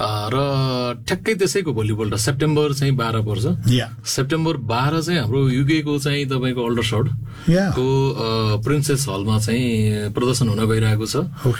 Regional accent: Gandaki Province, Nepal; म कास्कीकै हो

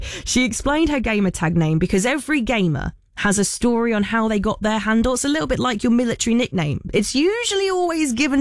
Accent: Midlands, United Kingdom; No, it's casters because I'm from the Midlands.

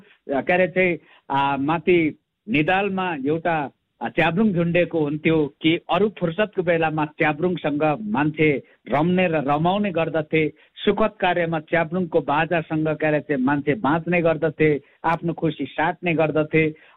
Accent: Koshi Province, Nepal; मेरो गाउँघर टोलबस्ती 70 गाउँपालिकाभित्र, म 70 गाउँपालिकाको अहिले गाउँपालिका प्रमुख पनि भएकोले

